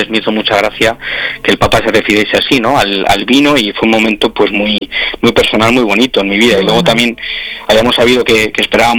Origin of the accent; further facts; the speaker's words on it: Spain; accent: Spanish; now in Rome, Italy; yo soy español, o sea, yo tengo un acento español